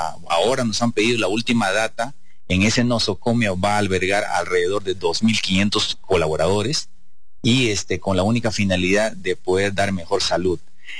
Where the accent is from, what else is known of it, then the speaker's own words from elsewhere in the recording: Tarapoto, San Martín, Peru; now in Cajamarca, Peru; Yo soy de San Martín, para ser exacto, de Tarapoto.